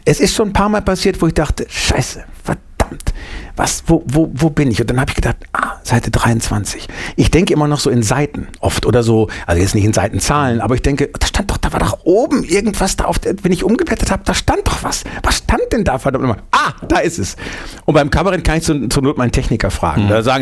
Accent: Bielefeld, North Rhine-Westphalia, Germany; Dann haben wir eine freie Gruppe gegründet in Bielefeld, damals noch meine Heimatstadt, Ende der 70er.

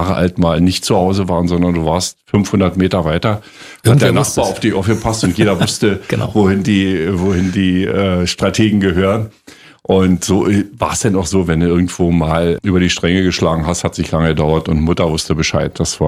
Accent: Naundorf, Brandenburg, Germany; Nauendorf ist ein relativ überschaubar großes Dorf heute noch, Nauendorf bei Forst, das ist mein Heimatdorf.

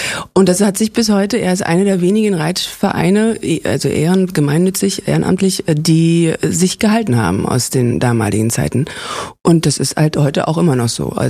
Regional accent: Zossen, Brandenburg, Germany; born there; Andere sagen Paris, ich bin in Zossen geboren.

